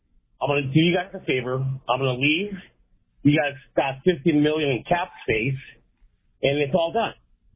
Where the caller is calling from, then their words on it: Los Angeles, California, United States; since I live in L.A.